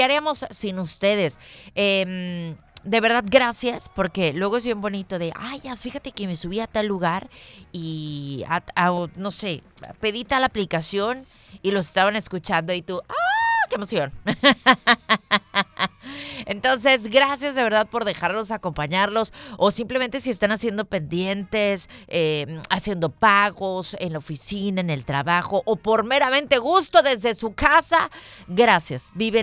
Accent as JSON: {"language": "Spanish", "country": "Mexico"}